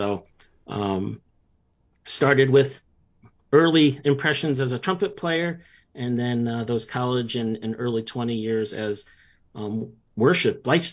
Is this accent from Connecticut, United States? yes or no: yes; North Branford, Connecticut, United States; Yeah, I grew up in North Branford, which is in New Haven County on the shoreline in Connecticut. We spent a lot of time in New England.